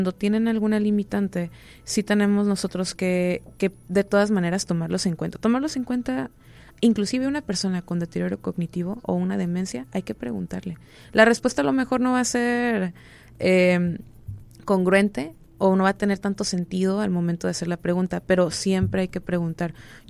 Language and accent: Spanish; Mexico; nosotros como mexicanos somos muy acogedores, somos muy de abrazar a la gente también